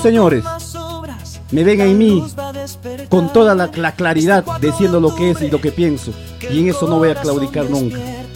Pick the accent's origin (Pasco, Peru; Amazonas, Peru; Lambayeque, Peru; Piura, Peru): Pasco, Peru; Villa Rica; Yo como villarricense